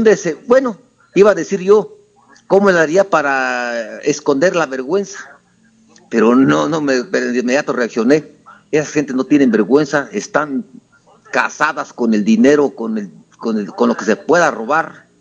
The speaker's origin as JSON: {"language": "Spanish", "country": "Mexico", "said": "qué somos los mexicanos o qué sentimos los mexicanos"}